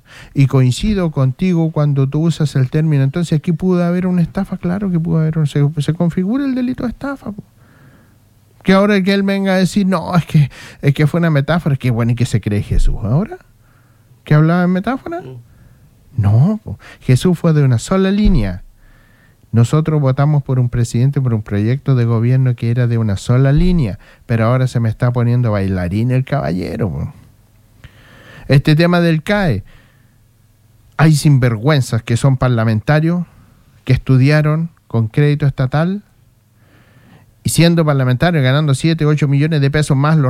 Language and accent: Spanish; Chile; lo que nosotros veíamos como chilenos, la desigualdad, siendo nosotros nativos de esta patria